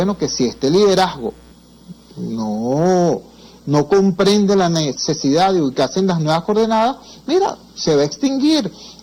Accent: Venezuela; nosotros digo los venezolanos, ¿no?

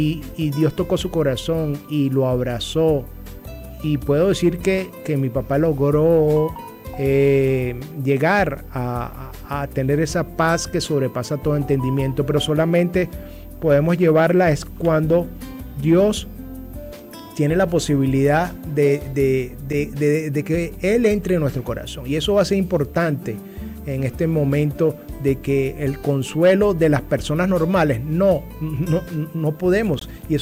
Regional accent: Venezuela; nosotros como seres humanos y como venezolanos sufrimos.

